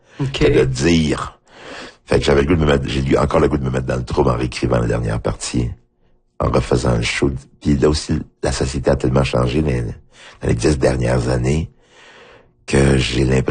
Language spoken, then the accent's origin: French; Haiti